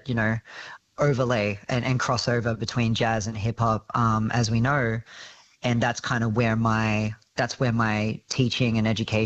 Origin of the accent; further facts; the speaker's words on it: Brewarrina, New South Wales, Australia; I'm Wurundjeri from Briwarrina, and I've never at that time met anyone like me.